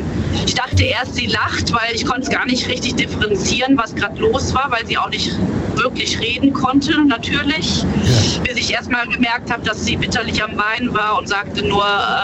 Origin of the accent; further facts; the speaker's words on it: Hennef, North Rhine-Westphalia, Germany; Hennef. Ich komme aus Hennef.